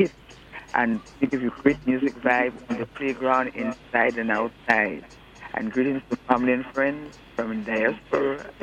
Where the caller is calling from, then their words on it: Ocean View, St. Lucia; Oh, I'm calling from the hottest view in St. Lucia. I'll call the place. I'll tell you the name, eh? Ocean View.